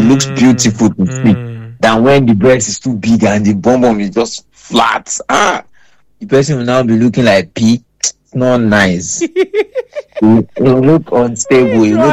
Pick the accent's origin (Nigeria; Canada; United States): Nigeria; Lagos; Growing up in Lagos, sometimes it's not good. It's not easy.